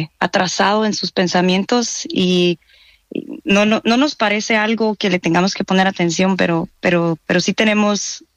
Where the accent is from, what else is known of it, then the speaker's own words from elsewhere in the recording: France; no necesariamente porque nacimos en Francia, pero porque también somos franceses de haber nacido ahí, de haber vivido